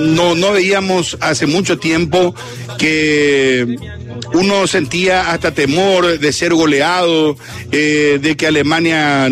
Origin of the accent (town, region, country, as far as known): Paraguay